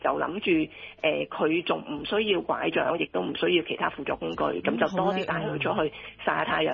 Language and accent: Cantonese; China; 咁但系譬如母亲节或者特别嘅节日或者系我哋中国人嘅节日啦，咁其实我觉得都系以家庭为重嘅